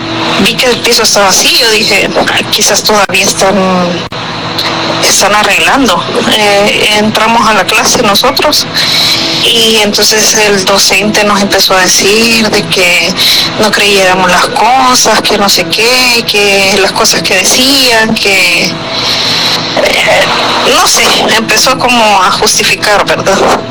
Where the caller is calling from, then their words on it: El Salvador; Yo soy de El Salvador